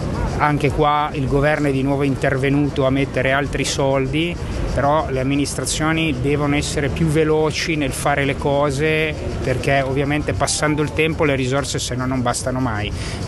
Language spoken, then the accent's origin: Italian; Genoa, Liguria, Italy; io sono qua presente dal 2014, sono membro di governo, sono di Genova